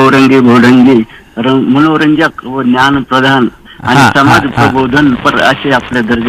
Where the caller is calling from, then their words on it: Jalna, Maharashtra, India; मी मुक्काम पोस्ट रांजण जिल्हा जालना येथून … ज्येष्ठ रसिक श्रोता बोलतो सर.